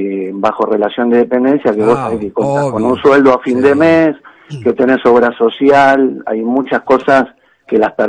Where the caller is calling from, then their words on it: Buenos Aires, Argentina; De acá, de Flores